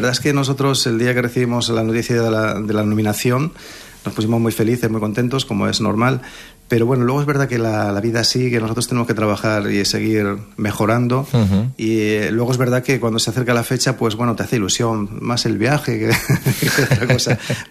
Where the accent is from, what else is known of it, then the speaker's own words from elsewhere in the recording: Avilés, Asturias, Spain; En Avilés, mismamente, desde donde, de donde yo soy